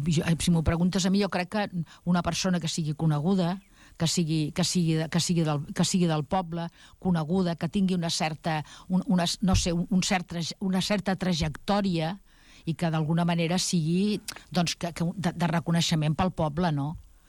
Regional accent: El Prat de Llobregat, Catalonia, Spain; he nascut al Prat, al poble, i que tota la meva família pràcticament és del Prat

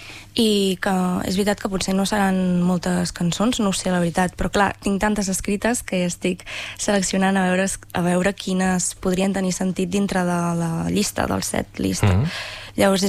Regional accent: Sant Pere de Ribes, Catalonia, Spain; que el ser de Ribes, i pues, jo sempre he pensat que m'agradaria començar per la meva comarca, que em coneixin primer aquí

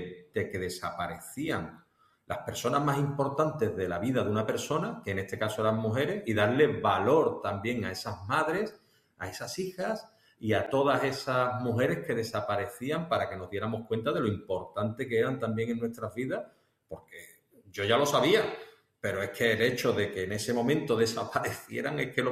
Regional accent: Cádiz, Andalusia, Spain; Loreto, La Laguna principalmente, que es donde yo me he criado

